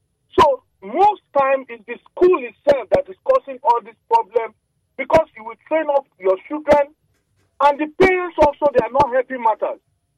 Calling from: Bonny, Rivers, Nigeria; Yes, I'm calling from Bonny.

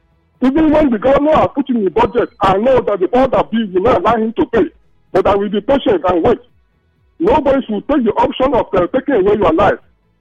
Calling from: Bori, Rivers, Nigeria; Yes, sir. … calling from Bori.

